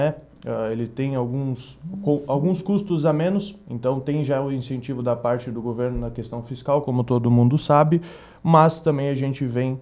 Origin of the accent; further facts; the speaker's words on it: Bagé, Rio Grande do Sul, Brazil; Bagense. Nascido e criado em Bagé.